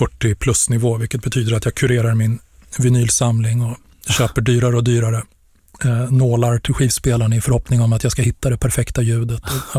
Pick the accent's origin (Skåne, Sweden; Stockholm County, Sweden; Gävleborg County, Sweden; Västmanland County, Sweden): Stockholm County, Sweden; Stockholm; born or raised there